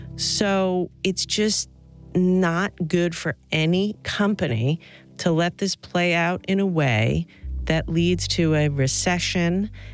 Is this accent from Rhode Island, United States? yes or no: yes; Rhode Island, United States